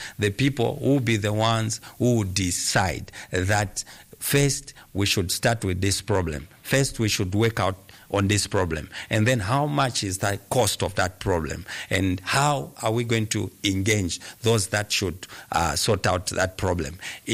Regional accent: Lusaka, Lusaka Province, Zambia; I am a person who was born in Ngombe, and I grew up in Ngombe facing the same challenges that I'm talking about

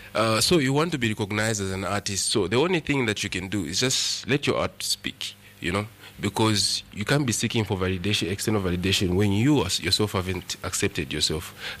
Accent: Zambia; my home country, which is here in Zambia.

